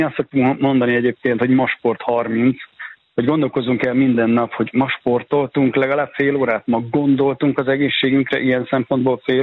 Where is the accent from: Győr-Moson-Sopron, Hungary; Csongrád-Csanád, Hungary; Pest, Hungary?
Csongrád-Csanád, Hungary; Szeged; éppen Szegeden vagyok a Testnevelő Tanárok Országos Egyesületének konferenciáján, és jövő héten is jövök vissza Szegedre. Igaz, hogy ez szülővárosom